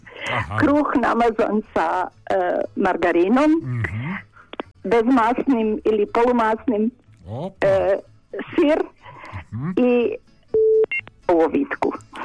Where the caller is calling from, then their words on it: Virje, Koprivnica-Križevci County, Croatia; Lijepo je i kod nas u Virju. Pa, sve lijepo i uredno.